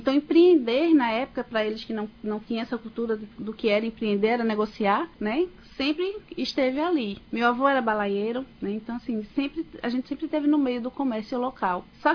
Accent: Bezerros, Pernambuco, Brazil; also born or lived in Recife; Minha família é toda de Bezerros, né? Eu sou nascida em Recife, criada em Bezerros.

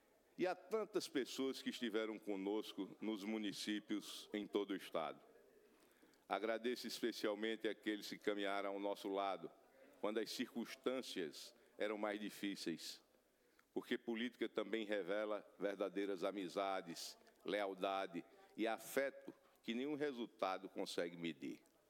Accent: Rio Grande do Norte, Brazil; E ao Rio Grande do Norte, minha terra, minha história

